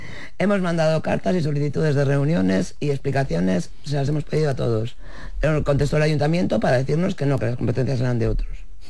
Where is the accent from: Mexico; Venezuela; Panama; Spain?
Spain; Castile and León; aunque somos castellanos y celebramos Villalar.